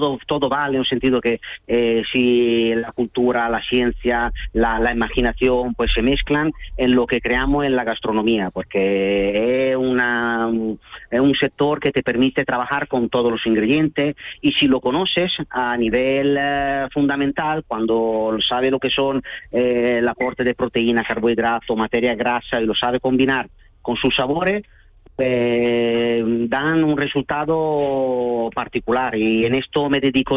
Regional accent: Venice, Veneto, Italy; Spanish is a second language; now in Cádiz, Spain; yo soy italiano, nativo de la zona de Venecia, pero llevo muchos años aquí en Cádiz

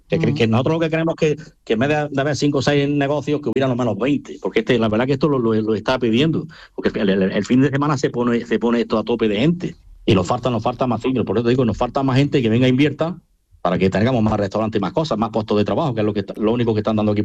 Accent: Melegís, Andalusia, Spain; Y mira que yo soy de los tres pueblos, yo precisamente soy de Melejí

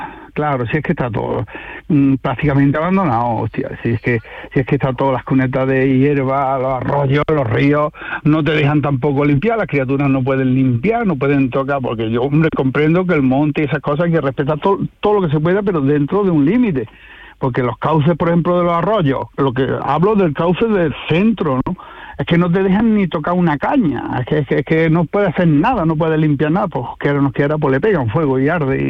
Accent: Córdoba, Andalusia, Spain; Yo soy de Córdoba, sí.

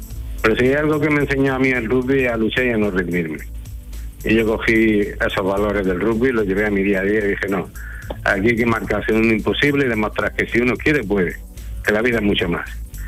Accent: Granada, Andalusia, Spain; now in San Fernando, Spain; No, de Granada, pero que añadí a la adopción, como digo yo. Y vivo aquí en San Fernando.

